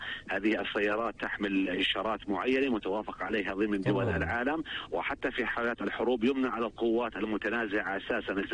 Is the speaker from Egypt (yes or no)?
no; Palestine